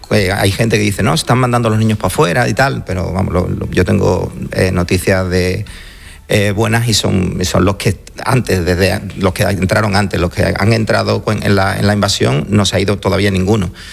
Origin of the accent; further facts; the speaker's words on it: Ceuta, Spain; somos de Ceuta y somos así, ¿no?